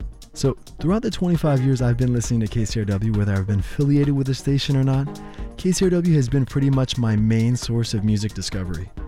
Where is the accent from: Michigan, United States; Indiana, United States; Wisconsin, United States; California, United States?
California, United States; Calabasas; an emerging indie artist from right here in my hometown of Calabasas.